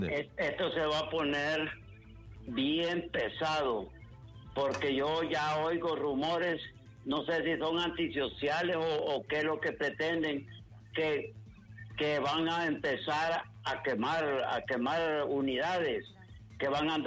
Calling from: Tegucigalpa, Francisco Morazán, Honduras; yo vivo en Tegucigalpa, en la 21 de octubre

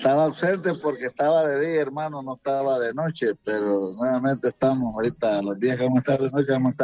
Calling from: La Lima, Cortés, Honduras; En el municipio de La Lima

